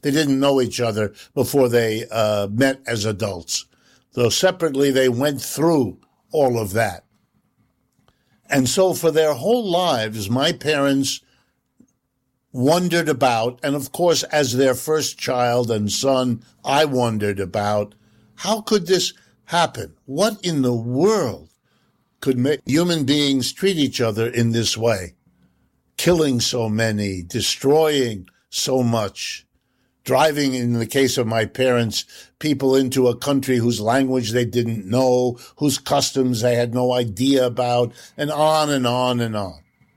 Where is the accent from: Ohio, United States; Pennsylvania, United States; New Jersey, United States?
Ohio, United States; born there; first language German; English is a second language; My first language is German. My second language is French. And I learned English only when they dropped me into kindergarten here in the United States. I was born to my refugee parents in Ohio